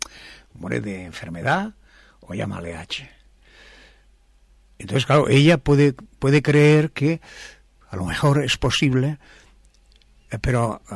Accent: Spain; conocen España mejor que nosotros siendo españoles

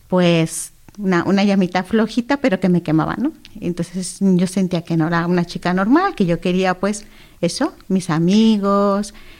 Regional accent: Monterrey, Nuevo León, Mexico; Sí, yo soy mexicana de Monterrey, Nuevo León.

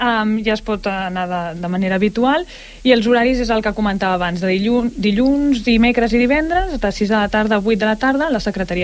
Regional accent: Catalonia, Spain; com a bona catalana.

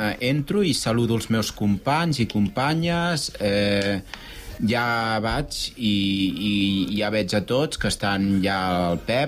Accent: Puigcerdà, Catalonia, Spain; also born or lived in Prades, France; Jo vaig néixer a Prades, a França, però des dels 11 mesos que visc allà a Puigcerdà.

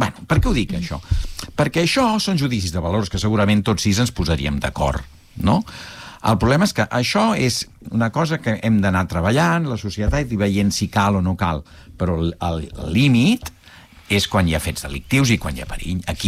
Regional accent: Barcelona, Catalonia, Spain; moved away; soc molt barceloní

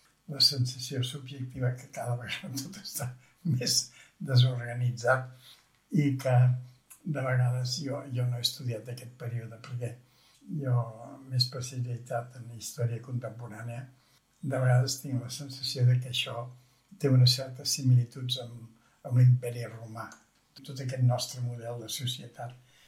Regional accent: Mataró, Catalonia, Spain; born there; also born or lived in Torelló; jo vaig néixer a Mataró.

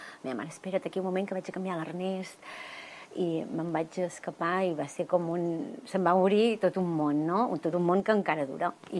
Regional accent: Manresa, Catalonia, Spain; Vaig néixer a Manresa i vaig créixer a Manresa i visc a Manresa.

